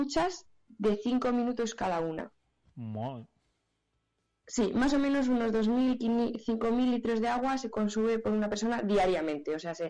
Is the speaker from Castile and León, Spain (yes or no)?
yes; Fuentearmegil, Castile and León, Spain; mi pueblo es Fuente-Armesil. Nos tenemos que desplazar prácticamente 20 kilómetros hasta la tienda más cercana de alimentación.